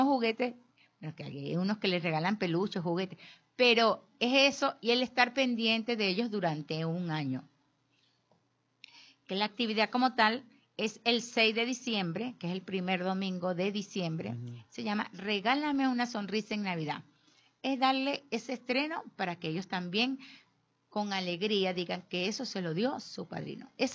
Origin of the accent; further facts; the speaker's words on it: Barquisimeto, Lara, Venezuela; salimos desde Lonín por las principales calles de Barquisimeto, haciendo ruido con ellos, con música, lanzando caramelo. También necesitamos caramelo para lanzar. Necesitamos carro, necesitamos gente, pitos, todo, para decir, hey, existimos, aquí estamos, somos barquisimetanos.